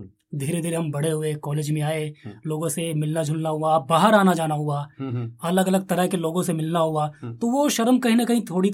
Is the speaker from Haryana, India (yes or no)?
yes; Shahabad Markanda, Haryana, India; also born or lived in Ambala Cantonment; जी sir, Kurukshetra के एक छोटे से शहर शाहबाद मारकंडा, ज्यादातर जो हमारे लिसनर्स हैं उन्होंने सुना ही होगा, मैं वहां का रहने वाला हूँ। वहीं पे मेरी पैदाइश, वहीं पे मेरी पढ़ाई और लगभग सब कुछ मेरा वहीं पे हुआ है।